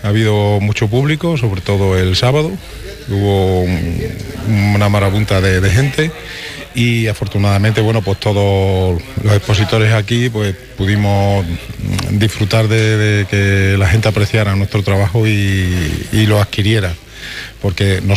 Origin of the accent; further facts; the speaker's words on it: Salvatierra de los Barros, Extremadura, Spain; yo vengo de Extremadura, de Salvatierra de los Barros, un centro alfarero de los más principales de España.